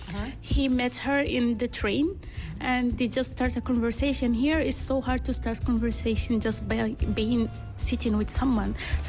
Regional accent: Morocco; moved away as an adult; now in South Korea; I'm from Morocco.

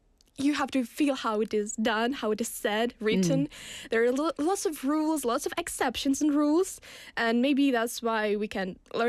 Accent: Chelyabinsk Oblast, Russia; I'm from Chelyabinsk region. Mm-hmm. It's like located near the border with Kazakhstan. It's okay. Like a central Russia.

